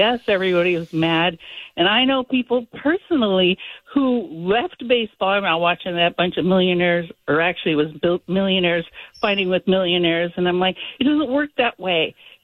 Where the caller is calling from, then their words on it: California, United States; I'm coming from Orange County.